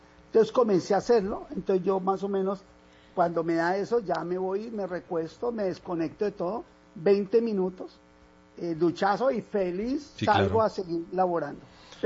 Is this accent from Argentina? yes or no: no; Bogotá, Colombia; Porque como yo soy rolo, a mí me gusta estar activo. O sea, uno de Bogotá viene en una actividad que es muy diferente al clima.